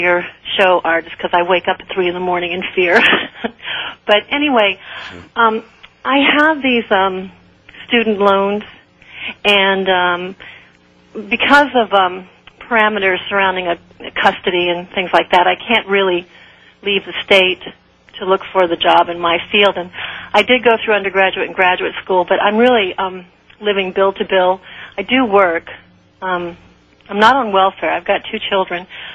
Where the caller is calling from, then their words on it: Maine, United States; Hi, I'm calling from Maine